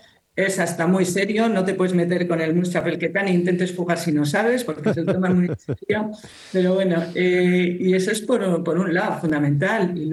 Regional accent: Bilbao, Basque Country, Spain; born there; yo nací en Bilbao.

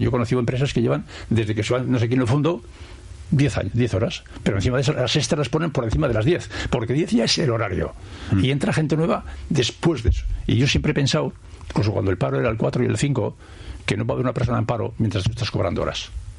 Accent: Sopuerta, Basque Country, Spain; y soy de Sopuerta, no soy del centro de Bilbao.

